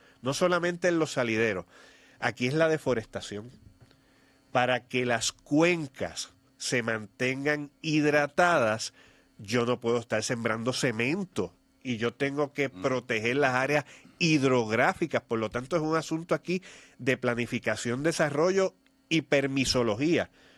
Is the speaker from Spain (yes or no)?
no; Puerto Rico